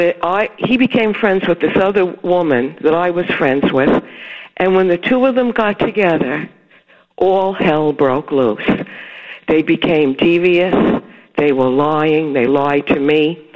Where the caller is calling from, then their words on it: Connecticut, United States; I'm calling from Fairfield County.